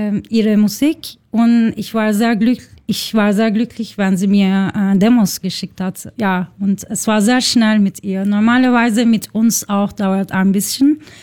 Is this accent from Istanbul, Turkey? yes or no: yes; Istanbul, Turkey; German is a second language; now in Barcelona, Spain; Ich bin aus Istanbul, aber ich wohne jetzt in Spanien, deshalb ich kann nicht mehr sehr gut Deutsch reden.